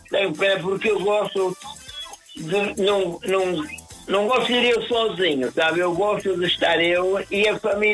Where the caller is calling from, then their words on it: Ponte de Lima, Norte, Portugal; sou do Ponto de Lima